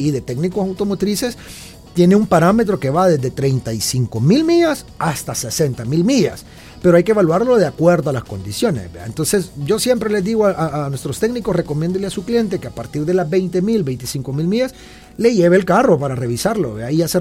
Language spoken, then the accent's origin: Spanish; Santa Ana, El Salvador; Yo vengo de Santa Ana y Santa Ana ahora es un caos también, ¿verdad?